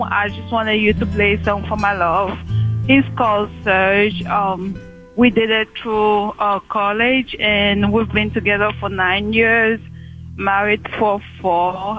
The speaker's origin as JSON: {"language": "English", "country": "Cameroon", "said": "I'm originally from Africa, but I kind of grew up all around the world. Like, my parents travel a lot, so."}